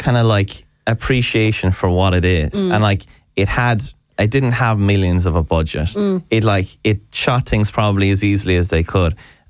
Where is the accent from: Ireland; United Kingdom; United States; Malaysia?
Ireland; as an Irish person